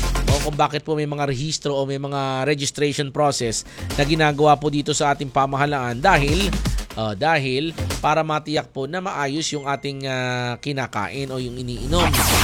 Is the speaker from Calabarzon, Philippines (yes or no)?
no; Tondo, Metro Manila, Philippines; Lalo na sa One Luna noon, nung ako'y taga-Tondo pa. Sa One Luna, bago makauwi, eh, dadaan muna ako dyan.